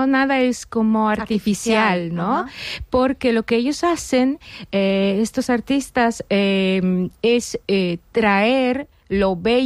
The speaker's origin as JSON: {"language": "Spanish", "town": "Kraków", "region": "Lesser Poland", "country": "Poland", "second_language": "Spanish", "lives_now": "Madrid, Spain", "said": "yo vengo de ahora de Madrid, pero yo soy de Cracovia, entonces del sur de Polonia"}